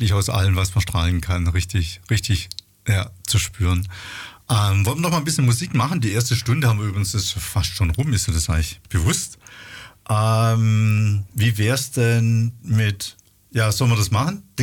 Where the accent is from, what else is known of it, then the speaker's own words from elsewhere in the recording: Rottenburg, Baden-Württemberg, Germany; Jetzt wollte ich gerade sagen, Rottenburg ist jetzt nicht so weit weg. Ich komme aus der Ecke Rottenburg.